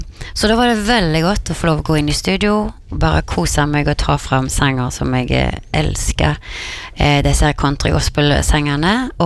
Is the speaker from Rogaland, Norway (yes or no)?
yes; Karmøy, Rogaland, Norway; Men jeg kom jo fra Karmøy, og der er det jo masse, ja, mange som er glad i country, og farmen er veldig glad i country.